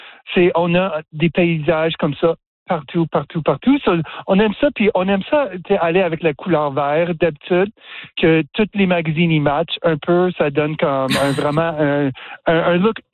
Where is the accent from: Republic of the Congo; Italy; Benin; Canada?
Canada; Ontario; also born or lived in Quebec / Maritimes; now in Newfoundland, Canada; moi, je viens de l'Ontario, mm-hmm. passé beaucoup de temps au Québec, au Maritime